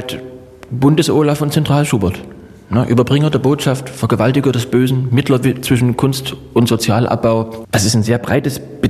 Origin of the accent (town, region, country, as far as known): Saxony, Germany; born there; now in Dresden, Germany